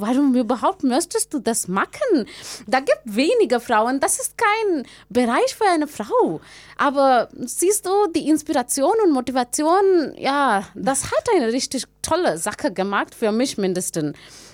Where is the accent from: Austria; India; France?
India; hatte ich für mich diesen Kurs gesucht in einer anderen Stadt in Indien. Davor hatte ich auch von meiner Heimat, davor muss ich von meiner Heimat umsehen, so ein anderer Ort, sehr weit weg.